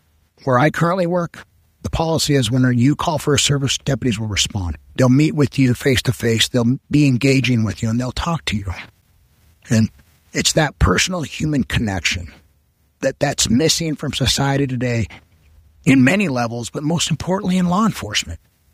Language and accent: English; Roaring Fork Valley, Colorado, United States; first language Spanish; English is a second language; I grew up in the Roaring Fork Valley on the Crystal River Ranch.